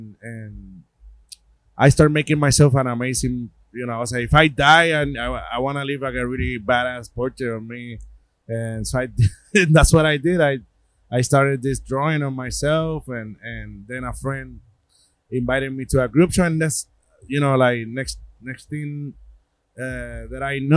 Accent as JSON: {"language": "English", "country": "Puerto Rico", "tie": "born there", "also_born_or_lived": "New York", "moved": "as an adult", "said": "My dad was born in the Bronx. And but I was born in Puerto Rico, and when I moved to New York, I lived with my grandmother."}